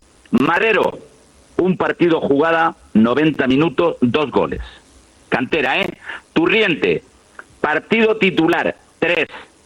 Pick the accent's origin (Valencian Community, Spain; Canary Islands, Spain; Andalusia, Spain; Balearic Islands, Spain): Canary Islands, Spain; Icod de los Vinos; No, que la isla no, que el drago de mi pueblo, el milenario, el pico de los vinos.